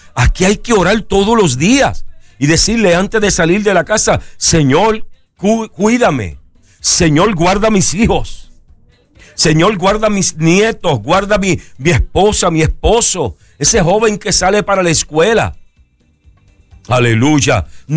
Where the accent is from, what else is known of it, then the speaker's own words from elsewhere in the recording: Puerto Rico; en el barrio donde yo me crié, en Algarrobo, por allí en Caimito